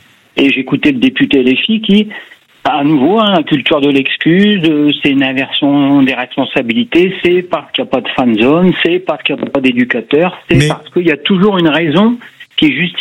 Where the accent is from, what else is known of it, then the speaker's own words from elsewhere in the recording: Hauts-de-France, France; c'est vrai que par chez nous, dans le Pas-de-Calais, alors peut-être parce qu'on n'a pas beaucoup de mères et des filles, ça se passe plutôt bien.